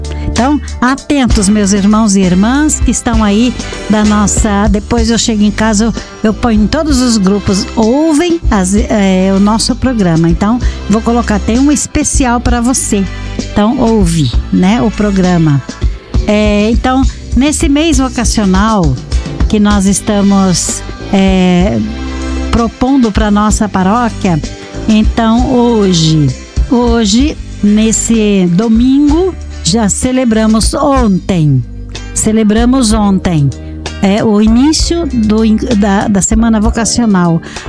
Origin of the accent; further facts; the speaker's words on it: Cianorte, Paraná, Brazil; principalmente para nós que somos daqui, da cidade de Cianorte